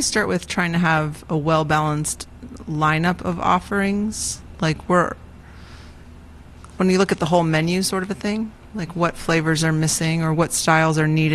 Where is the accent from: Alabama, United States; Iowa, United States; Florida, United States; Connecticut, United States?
Florida, United States; moved away; I'm from Florida